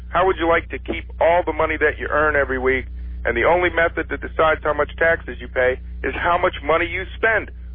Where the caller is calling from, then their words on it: Detroit, Michigan, United States; I'm calling from Detroit, Michigan.